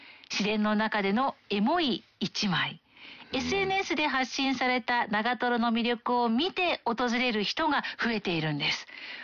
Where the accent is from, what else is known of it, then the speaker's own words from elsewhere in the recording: Saitama, Japan; 私埼玉出身なので